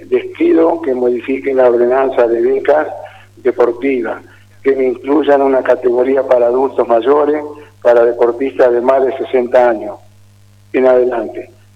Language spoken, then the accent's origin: Spanish; Campana, Buenos Aires Province, Argentina; tengo 72 años, soy vecino de Campana de toda la vida, y soy ciclista.